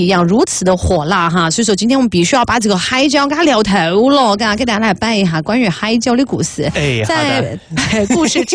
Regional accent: Sichuan, China; 作为一个四川人

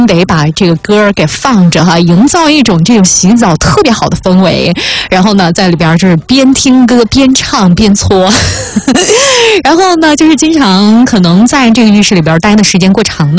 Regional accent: southern China, China; 作为南方人的我来说，

